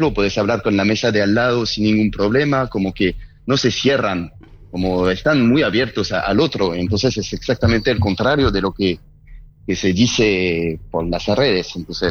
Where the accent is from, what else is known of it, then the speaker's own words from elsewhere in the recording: Lyon, Auvergne-Rhône-Alpes, France; Spanish is a second language; No, de Lyon.